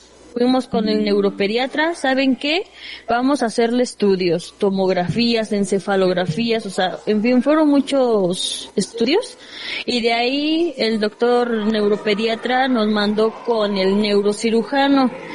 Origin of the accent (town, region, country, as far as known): Puebla, Mexico